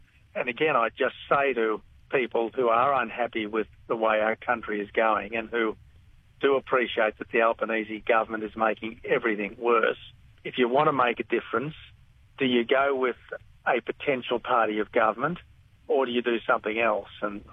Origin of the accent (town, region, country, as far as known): Australia